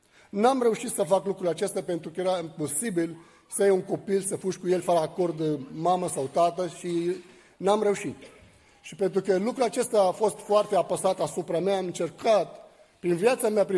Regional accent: Lebanon; moved away as an adult; now in Bucharest, Romania; sunt din Liban, m-am născut dintr-o familie de musulmani și aiți.

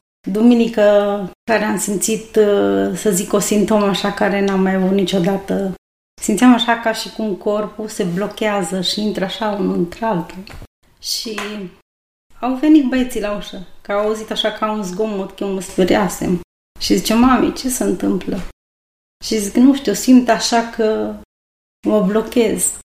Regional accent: Pâncota, Arad County, Romania; Vin din orașul Pâncota, județul Arad, provin dintr-o familie de creștini.

